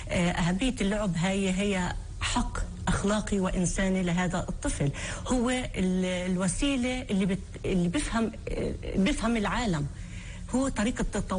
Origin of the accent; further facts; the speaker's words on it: Palestine; وإحنا كمجتمع فلسطيني منعاني بكثير من ضغوطات.